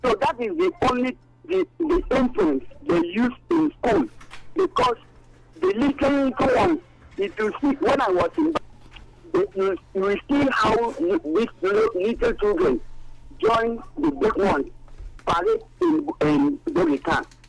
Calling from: Winnipeg, Manitoba, Canada; I'm calling from Winnipeg.

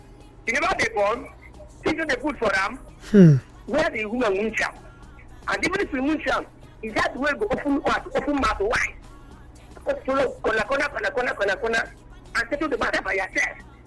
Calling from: Ibadan, Oyo, Nigeria; I'm coming from Ibadan.

